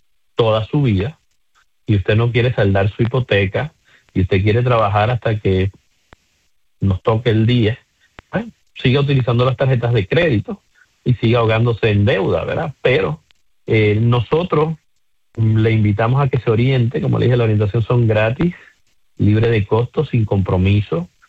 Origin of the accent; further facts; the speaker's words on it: Puerto Rico; Yo soy del área de Coupé